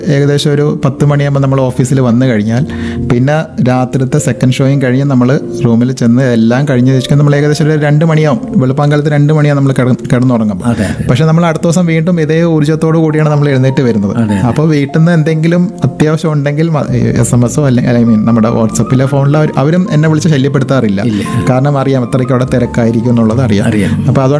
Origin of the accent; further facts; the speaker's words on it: Kollam, Kerala, India; born there; also born or lived in Ernakulam; ഞാൻ ജനിച്ചത് ഇവിടെ തന്നെയാണ്, കൊല്ലത്ത് തന്നെയാണ് ഞാൻ ജനിച്ചത്. പിന്നെ ജോലിയും അങ്ങനെയുള്ള കാര്യങ്ങളൊക്കെ ആയിട്ട് അച്ഛനും ജോലി എറണാകുളത്തായിരുന്നു. അപ്പം അത് സംബന്ധമായിട്ട് എറണാകുളത്തായിരുന്നു. പിന്നെ ഇപ്പം തിരിച്ച് വീണ്ടും ഇപ്പം കൊല്ലത്തേക്ക് തന്നെ വന്നിട്ടുണ്ട്. ഇപ്പോൾ ഒരു ഏകദേശം 10 വർഷമായിട്ട് കൊല്ലത്ത് തന്നെയാണ്